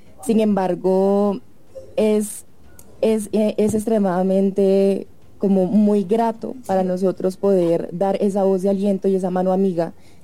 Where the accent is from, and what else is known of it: Colombia